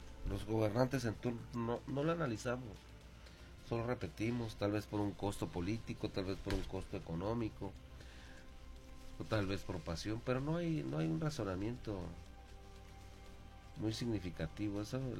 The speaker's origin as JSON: {"language": "Spanish", "country": "Mexico"}